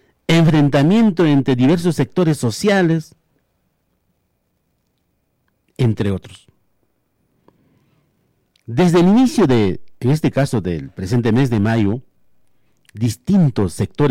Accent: Peru; nosotros como peruanos, porque somos vecinos

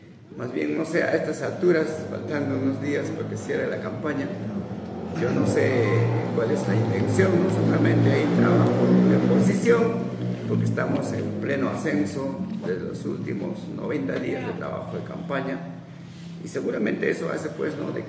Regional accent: Villa Rica, Pasco, Peru; nosotros somos de Oxapampa, somos de Villarrica, tenemos una oficina en la Avenida Marginal

